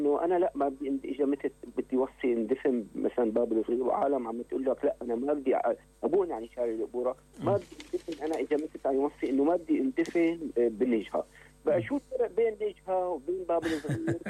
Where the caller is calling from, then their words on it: Syria; بلدنا سوريا.